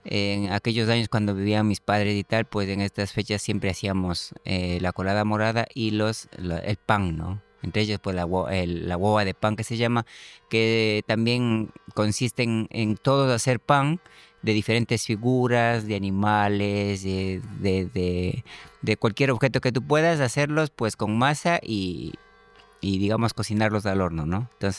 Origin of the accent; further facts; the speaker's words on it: Ecuador; Buenas tardes. Sí … … vengo de Ecuador.